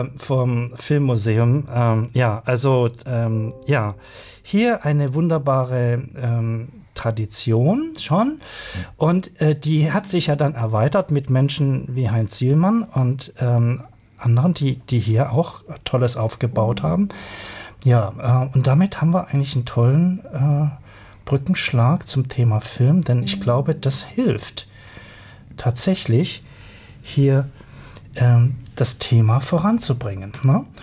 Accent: Baden-Württemberg, Germany; Ist mir eigentlich schon in Freiburg begegnet. Ich komme da aus dem Musterländle.

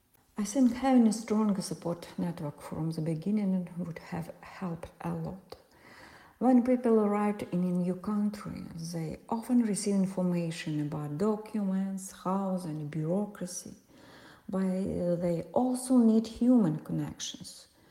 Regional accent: Senegal; English is a second language; moved away as an adult; now in Germany; I'm originally from Senegal, and I came to Germany because I was looking for better educational and professional opportunities. In Senegal, I had ambitions and dreams

